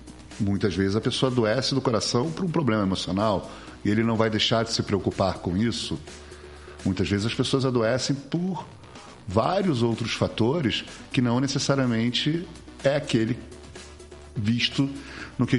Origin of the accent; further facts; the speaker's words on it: Rio de Janeiro, Brazil; born there; now in Curitiba, Brazil; Eu nasci em Botafogo e desde que eu me entendo por gente, eu sempre quis procurar a medicina, né? Eu cheguei a morar um tempo aqui em Curitiba, eu fiz o meu segundo grau aqui em Curitiba e sempre quis voltar para cá.